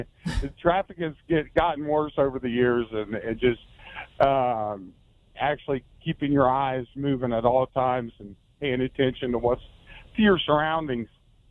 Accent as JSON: {"language": "English", "town": "Grove City", "region": "Ohio", "country": "United States", "tie": "born or raised there", "moved": "yes", "lives_now": "Charleston, West Virginia, United States", "said": "I grew up in Ohio, Grove City, Ohio."}